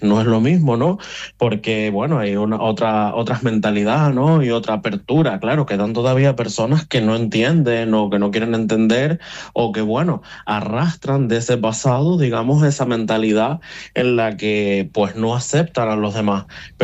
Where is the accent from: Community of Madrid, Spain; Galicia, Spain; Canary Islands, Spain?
Canary Islands, Spain; desde aquí, desde las islas, pues ultraperiféricas que somos Canarias